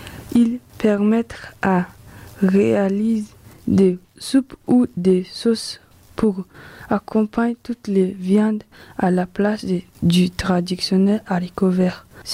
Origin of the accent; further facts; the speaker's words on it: Chad; j'ai 14 ans. Je viens du Tchad.